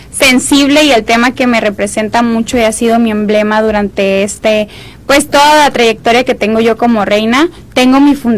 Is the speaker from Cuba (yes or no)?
no; Mexico; las mexicanas que vamos con todo el flow a este certamen